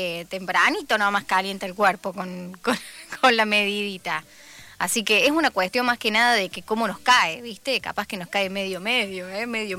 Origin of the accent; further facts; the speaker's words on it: Argentina; somos argentinos, estamos acostumbrados a sufrir.